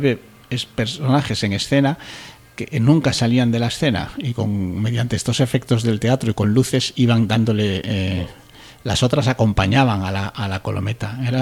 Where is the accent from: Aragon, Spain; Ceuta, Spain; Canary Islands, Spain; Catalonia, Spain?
Catalonia, Spain; Barcelona; born there; moved away; yo de niño vivía en Barcelona, yo aprendí catalán